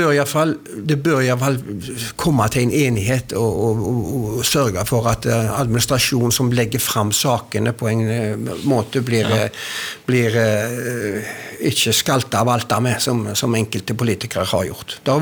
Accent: Håvik, Rogaland, Norway; Jag är från Håvik.

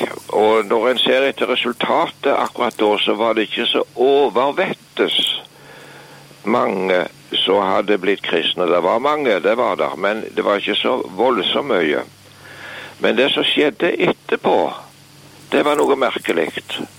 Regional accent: Varhaug, Rogaland, Norway; Men jeg husker hjemme på Varhaus

